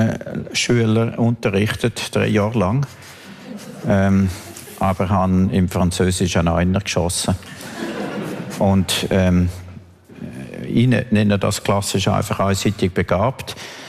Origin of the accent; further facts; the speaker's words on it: Graubünden, Switzerland; bin ich ins Bündnerland und habe ihnen gezeigt, zum Anlass vom 40. Todestag von meinem Vater, wo ich aufgewachsen bin.